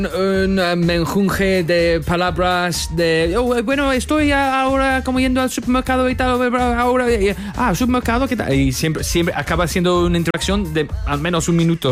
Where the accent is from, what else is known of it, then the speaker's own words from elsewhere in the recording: England, United Kingdom; born there; Spanish is a second language; moved away; que en mi pueblo y en la cultura anglosajón hay muchos restaurantes indios de curry.